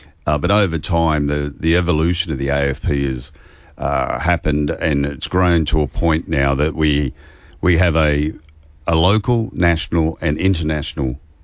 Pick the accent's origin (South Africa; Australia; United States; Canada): Australia; Sydney, New South Wales; because I'm from Sydney